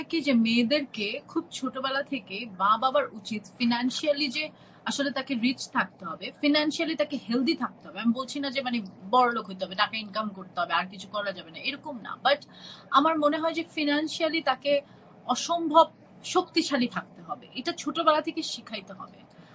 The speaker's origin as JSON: {"language": "Bangla", "town": "Dhaka", "region": "Dhaka Division", "country": "Bangladesh", "tie": "born there", "said": "TSC তে বসে থাকতাম, আমাকে চারুকলায় রেখে আব্বু আম্মু রিহার্সাল করতো, মানে এভাবে আমি বড় হয়েছি ছোটবেলা থেকে।"}